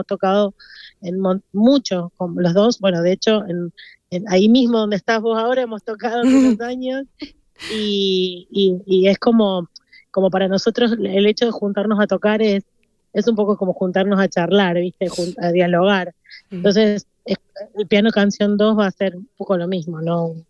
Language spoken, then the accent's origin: Spanish; Mendoza, Argentina; Y vos sabés que en Mendoza, de donde soy yo, está lleno de retamas, porque es una planta medio del desierto.